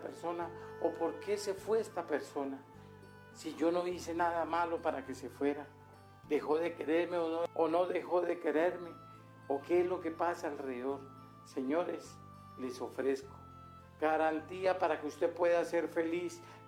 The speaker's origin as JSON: {"language": "Spanish", "town": "Catemaco", "region": "Veracruz", "country": "Mexico", "tie": "born there", "said": "Nosotros, los que nacimos en Catemaco, Veracruz"}